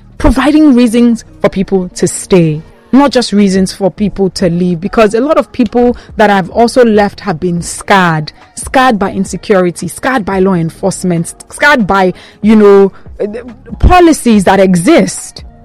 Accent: Nigeria; because I am a Nigerian

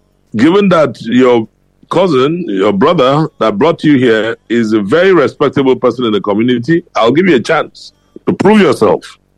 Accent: Kaduna, Kaduna State, Nigeria; I'm from Kaduna.

